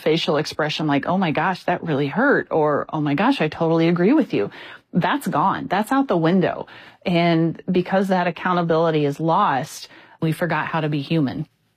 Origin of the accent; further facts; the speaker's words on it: Urbana, Illinois, United States; now in Monticello, United States; I grew up in Southeast Urbana, tight-knit houses every 6 feet or whatever. But when I moved to Monticello, it was a totally different vibe.